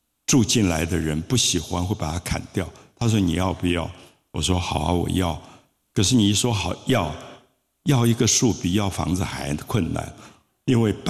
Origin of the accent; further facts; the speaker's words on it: Taipei, Taiwan; also born or lived in Tunghai; 我小时候在台北的大龙洞，大龙洞那边庙多树多，我们中午的时候都睡在大榕树上